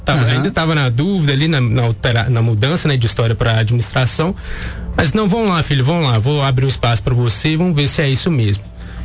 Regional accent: Coronel Fabriciano, Minas Gerais, Brazil; é nascido e criado aqui no Vale do Aço, né? Nasci aqui em Coronel Fabriciano.

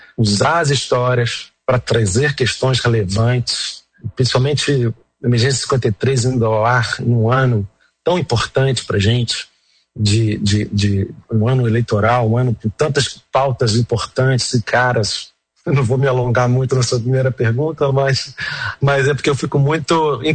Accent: Rio de Janeiro, Brazil; born there; Eu sou carioca, nasci no Rio de Janeiro e vim ao mundo por um obstetra, o meu tio-avô.

